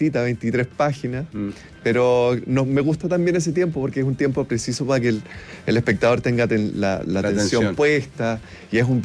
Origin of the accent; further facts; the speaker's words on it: Concepción, Biobío, Chile; Bueno, varios de los miembros de la compañía somos de región. Ya creo que lo mencioné recién, pero yo soy de Concepción.